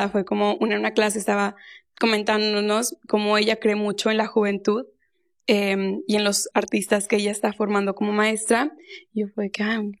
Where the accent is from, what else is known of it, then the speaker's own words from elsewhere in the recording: Mexico; yo como mexicana, ¿qué aporto con mi, claro. con mi lenguaje, con mi conocimiento, con sí. mis símbolos, con mis rituales, etcétera?